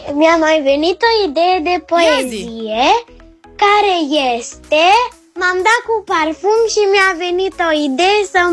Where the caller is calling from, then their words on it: Bucharest, Romania; din București, am 8 ani.